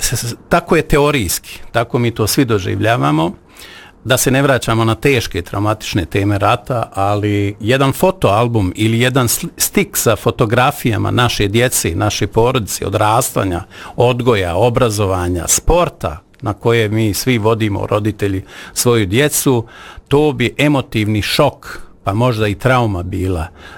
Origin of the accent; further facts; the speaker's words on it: Bosnia & Herzegovina; Ja govorim narodnim riječnikom, inače kao atipični Bosanac